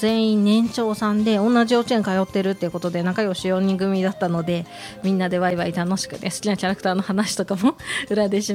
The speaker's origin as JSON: {"language": "Japanese", "town": "Koshigaya", "region": "Saitama", "country": "Japan", "tie": "born or raised there", "said": "私も越谷出身、"}